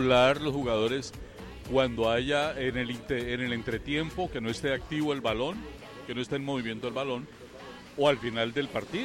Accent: Colombia; como colombianos nos siguen viendo como chipchombianos

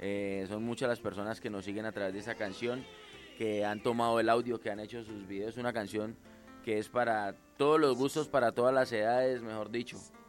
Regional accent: Villavicencio, Meta, Colombia; Yo me crié en Villavicencio.

